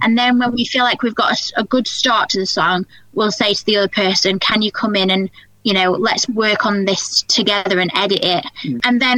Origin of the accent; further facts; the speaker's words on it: Rotherham, Yorkshire and the Humber, United Kingdom; moved away; I grew up in Rotherham, so that's basically my home city.